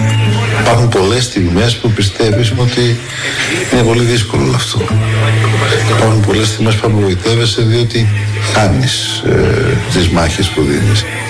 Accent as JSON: {"language": "Greek", "town": "Athens", "region": "Attica", "country": "Greece", "tie": "born or raised there", "said": "Γεννήθηκα και μεγάλωσα στους Απελόκηπους στην οδό Φθιώτιδος αριθμό 41, κοντά στη Λεωφόρο Αλεξάνδρας και στο γήπεδο του Παναθηναϊκού. Γεννήθηκα στις 28 του Ιούλη το 1974."}